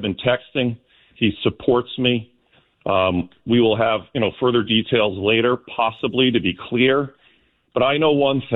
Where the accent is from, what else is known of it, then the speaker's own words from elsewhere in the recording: United States; now in Rhode Island, United States; I can't stand here as an American